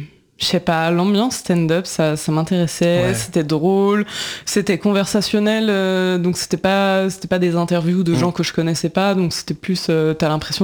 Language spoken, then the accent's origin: French; Thonon-les-Bains, Auvergne-Rhône-Alpes, France; Bah Thonon-les-Bains, mais je sais pas.